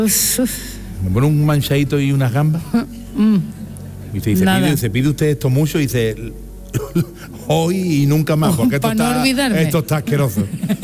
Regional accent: Málaga, Andalusia, Spain; Con la malagueña, soy de Málaga.

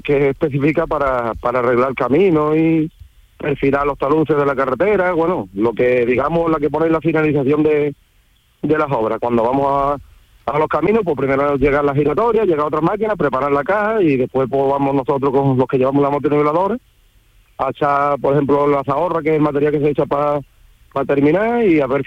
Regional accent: Almargen, Andalusia, Spain; Yo soy de Almargen.

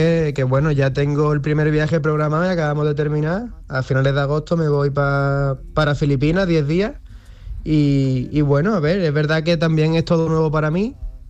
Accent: Cártama, Andalusia, Spain; soy de Cártama

